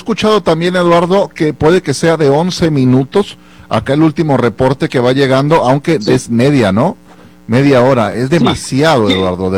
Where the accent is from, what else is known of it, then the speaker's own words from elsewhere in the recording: Mexico; yo sé, es chocante escucharlo de un mexicano, pero, híjole